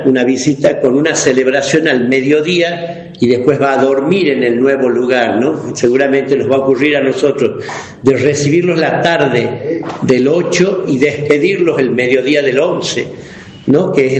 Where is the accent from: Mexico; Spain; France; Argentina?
Argentina